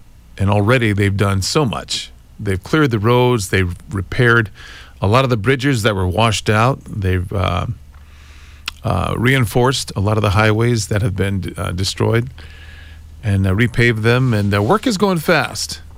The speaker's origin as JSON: {"language": "English", "town": "Waiohinu", "region": "Hawaii", "country": "United States", "tie": "born or raised there", "moved": "yes", "lives_now": "Kauai, United States", "said": "My hometown, which is Waihinu, South Point, Big Island, got hit really hard."}